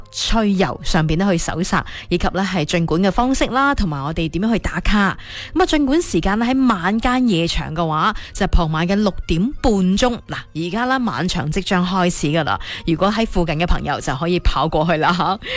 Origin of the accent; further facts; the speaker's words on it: Guangdong, China; 对于我哋广东人嚟讲，少不了食。